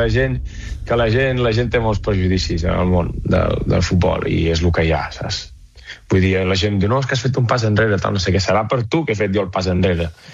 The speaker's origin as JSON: {"language": "Catalan", "town": "Vic", "region": "Catalonia", "country": "Spain", "said": "jo soc de Vic, què vols, fill meu?"}